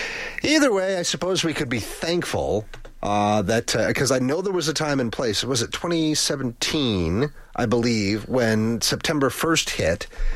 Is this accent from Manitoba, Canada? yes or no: yes; Churchill, Manitoba, Canada; I tell them that I grew up in Churchill, Manitoba. And we would encounter polar bears on the streets in town on our way to school.